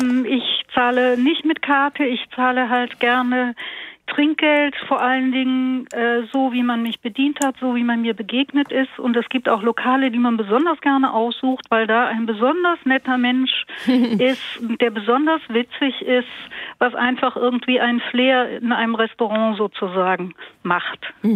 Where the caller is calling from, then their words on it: Germany; als Deutsche